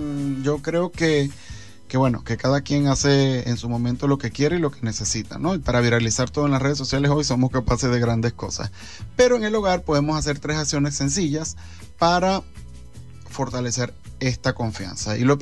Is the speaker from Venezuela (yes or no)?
yes; Eastern Venezuela, Venezuela; moved away; Te mando un grandísimo saludo desde aquí, desde Occidente hasta allá, hasta Oriente, mi tierra.